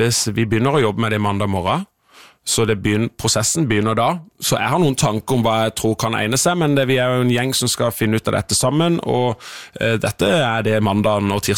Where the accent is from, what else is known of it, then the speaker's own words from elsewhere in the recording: Søgne, Agder, Norway; Vi hadde øvingstid i Søgne der jeg kommer fra.